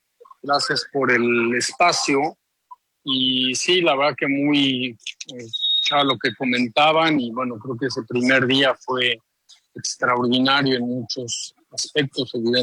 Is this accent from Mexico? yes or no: yes; Mexico; nosotros como mexicanos